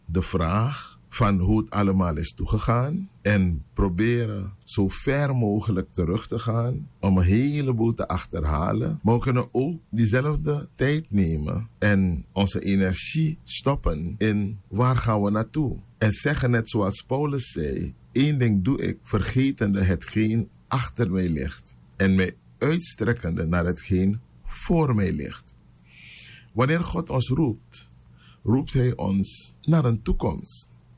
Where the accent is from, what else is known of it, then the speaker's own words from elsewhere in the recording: Suriname; born there; Wij zijn in Suriname geboren. En onze voorvoorouders ook. Maar onze voorouders, die zijn naar Suriname gebracht.